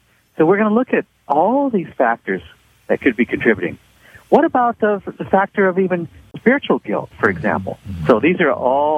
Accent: Seattle, Washington, United States; Well, you do 20. I'm from Seattle. People drink coffee here.

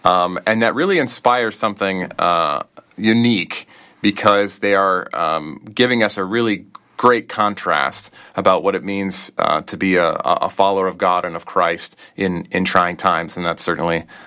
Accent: Portland, Oregon, United States; now in Berrien Springs, Michigan, United States; and I'm originally from Portland, Oregon.

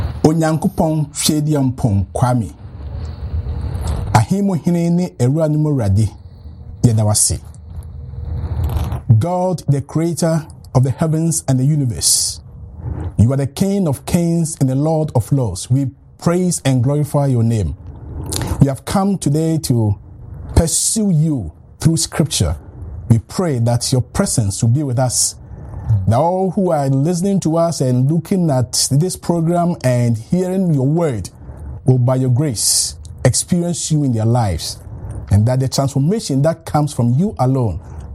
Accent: Ghana; first language Asante Twi; English is a second language; And I'm a native of Ghana in West Africa. My mother tongue is Asante Twi.

